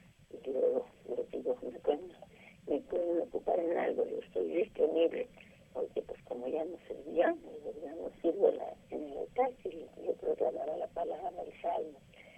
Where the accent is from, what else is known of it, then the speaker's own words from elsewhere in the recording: Jalisco, Mexico; de allá de mi tierra, de Jalisco